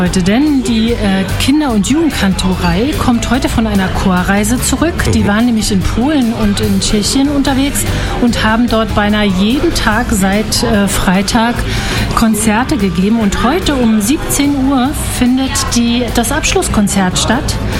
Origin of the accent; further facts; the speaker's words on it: East Germany, Germany; also ich bin ja in der DDR aufgewachsen.